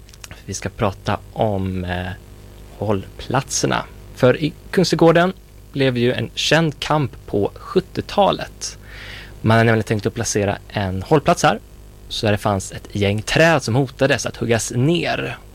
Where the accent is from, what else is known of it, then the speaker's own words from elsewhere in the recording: Västerås, Västmanland County, Sweden; i min hemstad, Västerås.